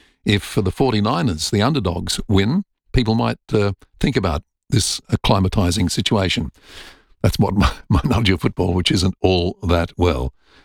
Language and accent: English; Melbourne, Victoria, Australia; I remember growing up in Melbourne, the fact that on a Saturday you'd have nothing to do and your footy team was out of the competition or not doing well, you'd say, what's on at the G?